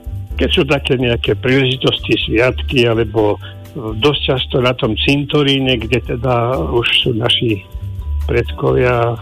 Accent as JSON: {"language": "Slovak", "town": "Pusté Úľany", "region": "Trnava Region", "country": "Slovakia", "tie": "born or raised there", "moved": "yes", "lives_now": "Nová Dedinka, Slovakia", "said": "Ja som z Novej dedinky momentálne, ale obidvaja sme rodáci z Pustých Uhľan, z našej rodnej Viešky, a sme takí patrioti obidvoja."}